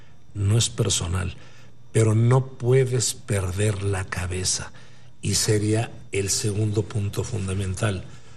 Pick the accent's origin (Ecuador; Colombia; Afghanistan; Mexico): Mexico; como mexicano, me siento denigrado